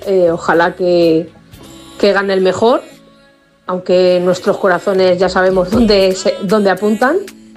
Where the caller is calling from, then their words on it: Cuenca, Castilla-La Mancha, Spain; de Cuenca.